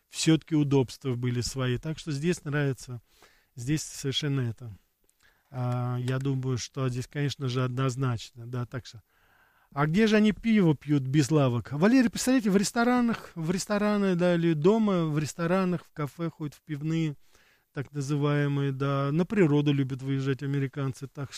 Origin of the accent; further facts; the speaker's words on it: Moscow, Russia; мое детство прошло, допустим, в Сокольниках ранее было, около фабрики Бабаева.